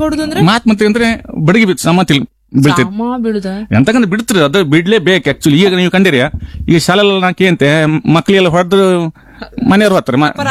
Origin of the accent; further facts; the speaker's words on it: Karnataka, India; ನಾವು ಈ ಕನ್ನಡದವ್ರು ಸ್ವಲ್ಪ ಮಾತಾಡ್ತಾರೆ ಹಿಂದಿ